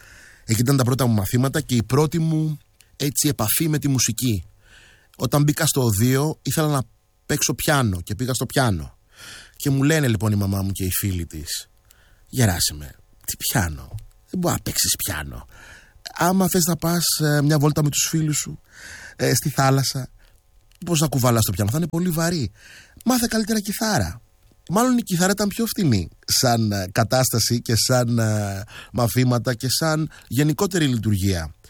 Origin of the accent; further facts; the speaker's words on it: Athens, Attica, Greece; born there; Γεννήθηκα ζαϊρινός στην Αθήνα, στον Αττικό Ουρανό. Το 1996 πιο μετά το Ζαϊρ έγινε Λαϊκή Δημοκρατία του Κονγκό και γίναμε όλοι Κονγκολέζοι.